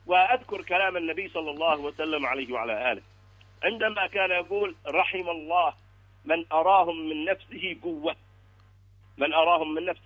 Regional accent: Yemen; ونحن كشعب يمني عندما نكون في خضم المواجهة المباشرة مع الأمريكان والصهاينة

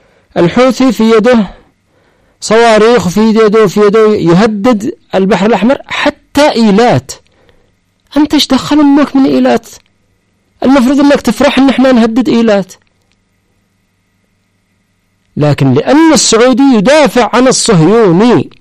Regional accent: Taiz Governorate, Yemen; now in Sanaa, Yemen; احنا اصحاب تعز

